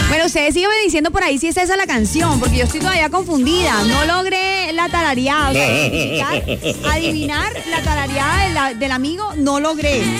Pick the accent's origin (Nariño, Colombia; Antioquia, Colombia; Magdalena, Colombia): Magdalena, Colombia; Santa Marta; Bueno, voy a repetir a ver de dónde soy. Yo soy de Santa Marta, la Perla.